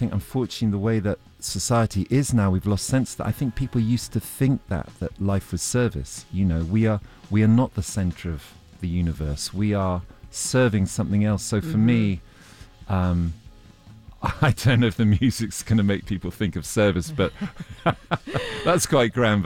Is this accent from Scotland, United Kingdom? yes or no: no; South East England, United Kingdom; I'm a British man from Oxfordshire.